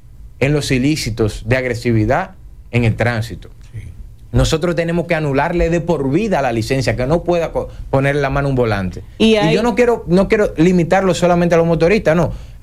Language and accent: Spanish; Dominican Republic; somos todos dominicanos.